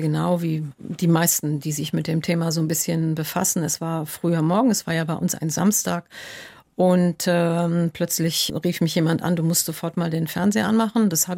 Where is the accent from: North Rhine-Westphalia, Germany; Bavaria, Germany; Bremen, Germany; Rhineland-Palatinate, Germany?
North Rhine-Westphalia, Germany; Düsseldorf; moved away as an adult; also born or lived in Israel / Cologne; Ja, das geht seit ich 17 Jahre alt bin. Ich stamme aus Düsseldorf.